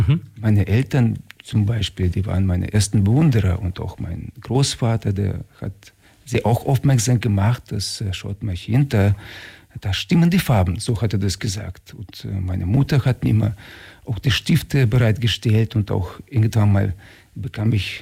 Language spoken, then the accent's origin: German; Germany; also born or lived in Kazan, Russia / Ulm / Dresden; ich bin in Kasan geboren worden und in Deutschland dann aufgewachsen.